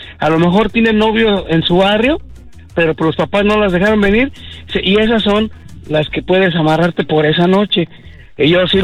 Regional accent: Mexico City, Mexico; crecí, soy de la Ciudad de México, o sea, hay muchos barrios, nos íbamos con los cuates

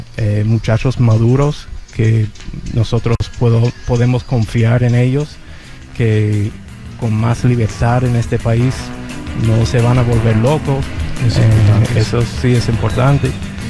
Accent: United States; Yo jugaba béisbol desde chiquito aquí en los Estados Unidos

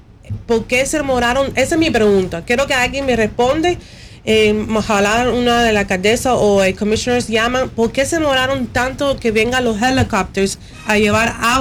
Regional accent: Miami, Florida, United States; yo me crié y nací en Miami

